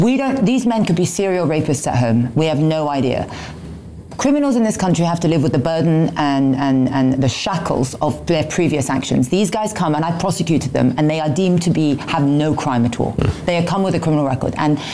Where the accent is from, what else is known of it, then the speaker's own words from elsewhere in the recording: Egypt; So I'm from Egypt.